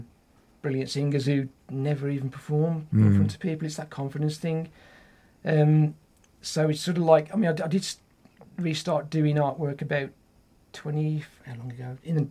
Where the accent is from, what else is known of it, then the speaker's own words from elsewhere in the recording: Tipton, West Midlands, United Kingdom; also born or lived in West Bromwich / Oldbury / Pensnett; I've always lived in the Black Country. I was born in West Bromwich, grew up in Tipton, lived there till I got married. And then, but I've always lived in like Oldbury, lived in Pensnet, the Black Country area.